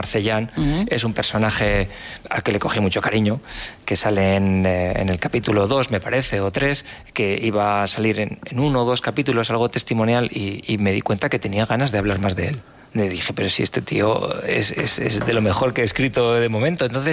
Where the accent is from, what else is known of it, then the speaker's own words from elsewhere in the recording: La Rioja, Spain; yo no soy de allí, soy riojano, y antes de eso trabajé durante muchos años en Zaragoza.